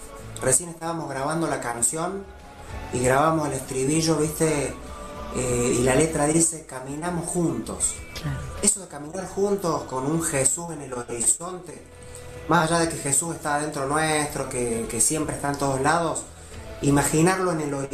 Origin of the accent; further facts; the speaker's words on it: Villa Carlos Paz, Córdoba, Argentina; Nosotros somos de Carlos Paz